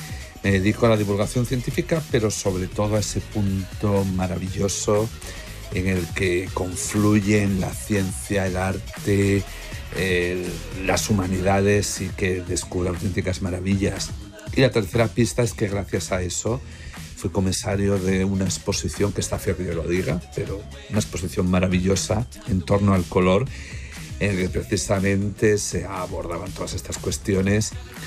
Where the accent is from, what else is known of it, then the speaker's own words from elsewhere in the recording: Asturias, Spain; aunque mi apellido no lo diga, yo sí soy asturiano.